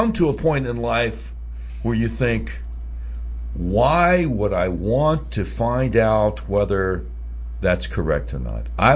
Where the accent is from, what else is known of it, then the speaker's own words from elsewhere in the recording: the South, United States; I was born and raised in the South, and I'm still in the South. Albeit the Mid-South as opposed to the Southeast.